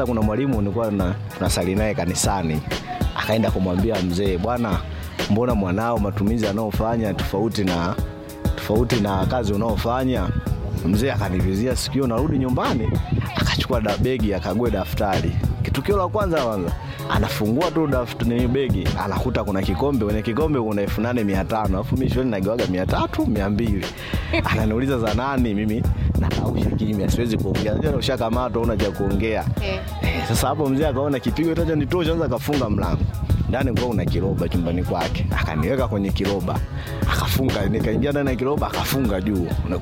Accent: Same, Kilimanjaro, Tanzania; natokea Same Tema.

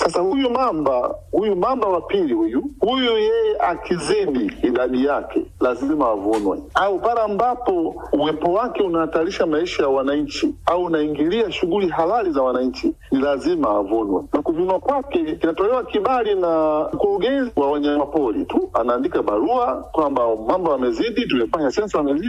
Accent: Buchosa, Mwanza, Tanzania; Kule kwetu Buchosa wamekuwa wengi mno, yani ukipita kando ya ziwa unakuta wametokeza wanaota jua.

